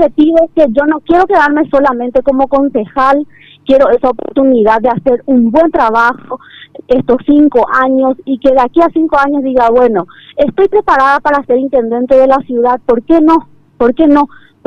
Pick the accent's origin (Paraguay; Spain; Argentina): Paraguay; Pedro Juan Caballero, Amambay; Soy abogada, soy hija de Pedro Juan Caballero, nacida, formada acá en la ciudad de Pedro Juan Caballero